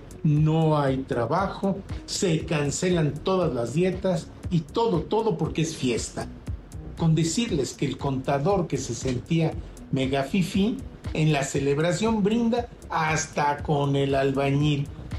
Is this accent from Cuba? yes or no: no; Mexico; Y para como somos los mexicanos, eso ya es una gran victoria.